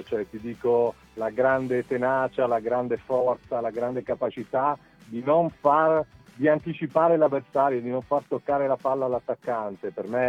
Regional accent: Apulia, Italy; te lo dico da pugliese

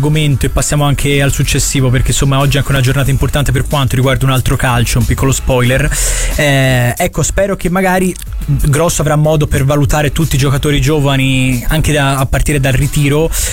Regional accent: Florence, Tuscany, Italy; E poi tu sai che sono di Firenze Sud, e quindi il quartiere che voi definite di là d'Arno per me è l'unico quartiere di qua d'Arno

